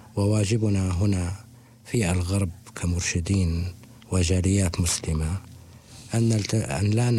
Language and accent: Arabic; Syria; ونظرا لأن والدتي فلسطينية وجذورنا مرتبطة بتلك الأرض ولأننا أيضا كسوريين عشنا وعانينا من التهجير والقصف فإن الألم يمسنا في الصميم